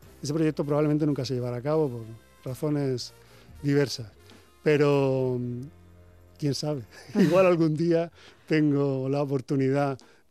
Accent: Almoradí, Valencian Community, Spain; Yo soy de un pueblo de Alicante que se llama Almoradí, y este era el campo de Albatera.

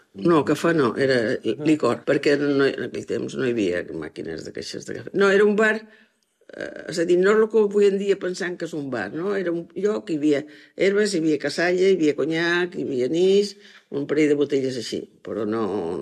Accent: Ibiza, Balearic Islands, Spain; born there; Vaig néixer a Eivissa, a Vila, l'any 1948, el 23 de febrer

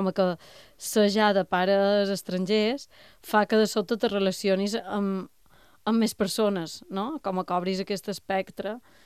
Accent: Mallorca, Balearic Islands, Spain; som mallorquina

